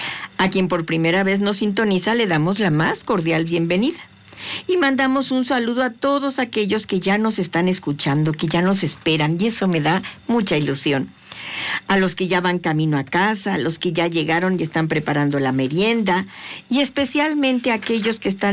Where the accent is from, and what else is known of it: Mexico